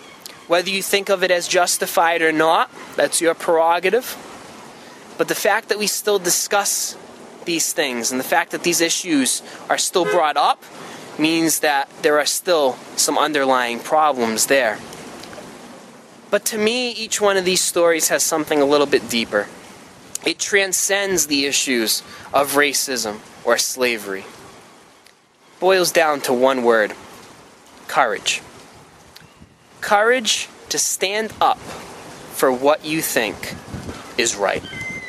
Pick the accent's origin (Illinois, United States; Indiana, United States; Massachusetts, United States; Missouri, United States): Massachusetts, United States; Freetown; I am from Freetown, which is not too far away from here. So I've always kind of been in this area. But ironically, even though I grew up here